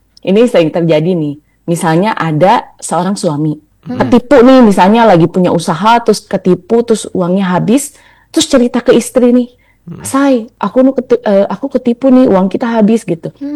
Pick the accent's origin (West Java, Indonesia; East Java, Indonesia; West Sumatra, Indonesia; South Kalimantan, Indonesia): West Java, Indonesia; Bandung; Iya, aku dari Bandung.